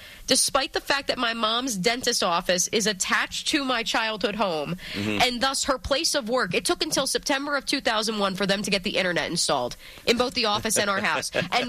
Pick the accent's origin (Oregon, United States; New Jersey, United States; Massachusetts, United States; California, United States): New Jersey, United States; I'm always curious just because growing up in New Jersey, and I know … feels the same way, growing up in the tri-state area